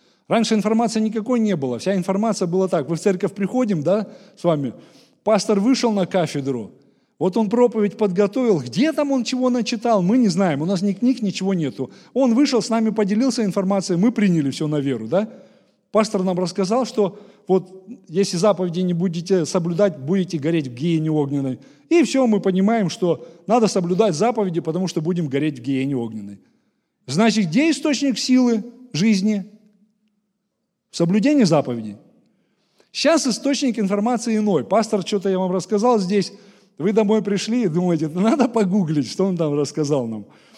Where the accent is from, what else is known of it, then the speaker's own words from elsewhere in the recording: Moscow, Russia; accent: Moscow; Откуда? Я из Москвы. Говор этот московский был.